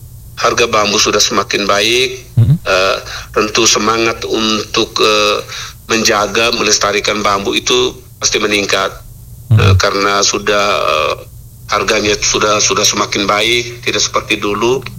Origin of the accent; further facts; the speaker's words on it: Golewa, East Nusa Tenggara, Indonesia; khususnya untuk masyarakat kami, masyarakat Ngada, lebih khusus Golewa, dan juga desa kami yang kebetulan petani bambunya paling banyak.